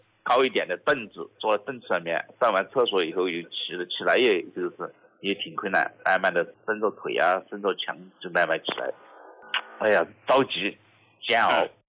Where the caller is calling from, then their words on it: Nantong, Jiangsu, China; 我来自江苏南通的。